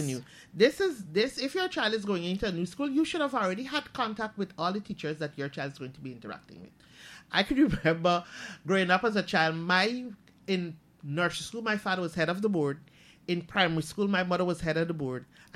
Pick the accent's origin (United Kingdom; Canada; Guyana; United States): Guyana; Linden, Upper Demerara-Berbice; I am from Linden